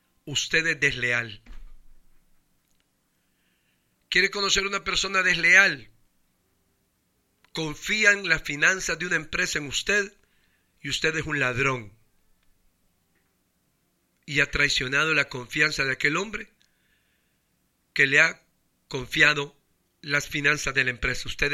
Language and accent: Spanish; Honduras; cuando yo salí de Honduras la primera vez, vi Toncontín como, oh my God, hasta en inglés le hablo, ¿va? Señor, qué aeropuerto tan bello.